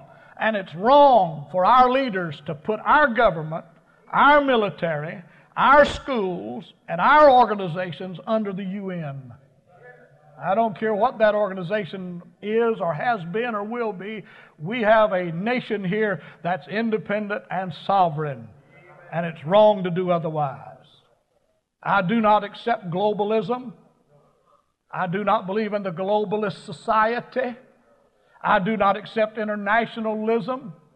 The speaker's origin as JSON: {"language": "English", "region": "South Carolina", "country": "United States", "tie": "born or raised there", "said": "Well, hey, I was born in the South. I grew up in the South. I'm still a sand lapper from South Carolina. I'm a southerner from the top of my head to the bottom of my feet."}